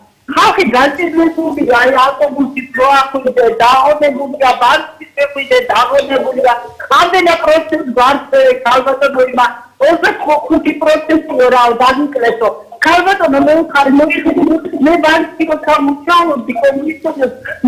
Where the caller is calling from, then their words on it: Borjomi, Samtskhe-Javakheti, Georgia; მე ბორჯომიდან გირეკავ.